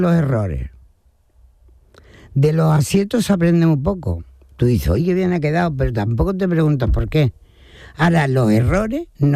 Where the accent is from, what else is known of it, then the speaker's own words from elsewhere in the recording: Seville, Andalusia, Spain; also born or lived in Antequera; Y nos vinimos para acá, con lo cual yo desde que tengo un año vivo en Sevilla, me considero más sevillana